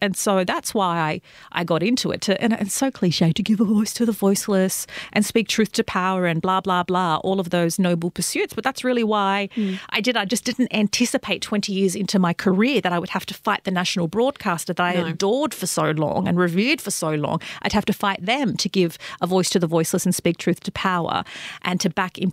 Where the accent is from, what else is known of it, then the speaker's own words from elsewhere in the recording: Sydney, New South Wales, Australia; I was raised in Western Sydney at a time of the so-called War on Terror.